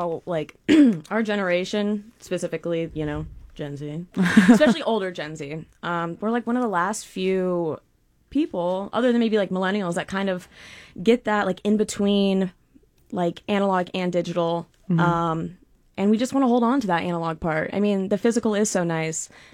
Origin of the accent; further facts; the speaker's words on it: Lincoln, Nebraska, United States; born there; also born or lived in Hawaii; In Lincoln, but I've kind of moved around the United States my whole life, mainly the Midwest. I lived in Hawaii for